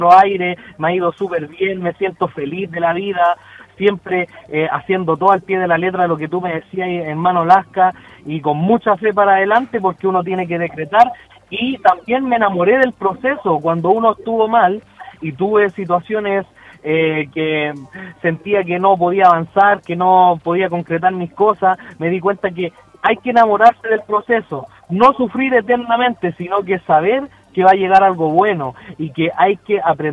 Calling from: Santiago, Santiago Metropolitan Region, Chile; yo estoy en Santiago en este momento.

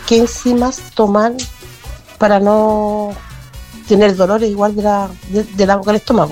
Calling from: Santiago, Santiago Metropolitan Region, Chile; de Santiago.

